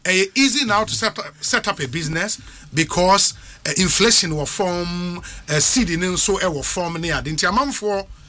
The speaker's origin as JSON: {"language": "English", "town": "Achem Asene", "country": "Ghana", "tie": "born or raised there", "said": "This road passes through my hometown, Achem Asene."}